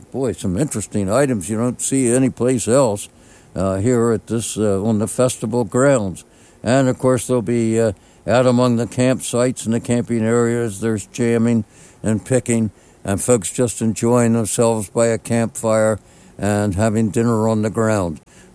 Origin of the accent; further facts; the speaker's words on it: Philadelphia, Pennsylvania, United States; I'm from the Philly area.